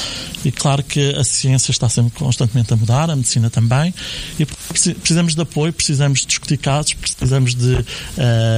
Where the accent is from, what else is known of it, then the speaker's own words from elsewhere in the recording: Abrantes, Centro, Portugal; primeiro porque sou natural de Abrantes